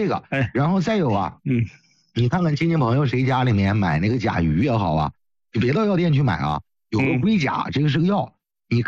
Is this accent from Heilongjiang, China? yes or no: yes; Heilongjiang, China; 我家就是哈尔滨下面的。